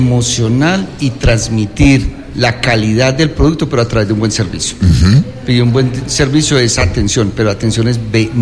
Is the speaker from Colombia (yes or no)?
yes; Colombia; now in Quito, Ecuador; lo digo con orgullo como colombiano